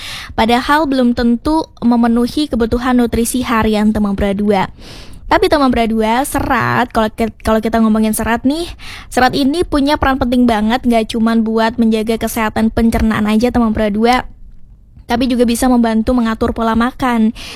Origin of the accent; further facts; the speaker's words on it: Klaten, Central Java, Indonesia; karena sebagai warga Klaten kita tuh harus nyopak nyoto pagi